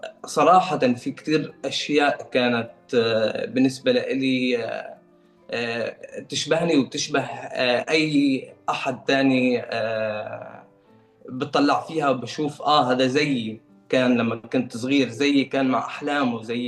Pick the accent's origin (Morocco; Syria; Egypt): Syria; وخاصة نحن السوريين، يعني مطرح كسوري نحن ربينا على مناصرة القضية الفلسطينية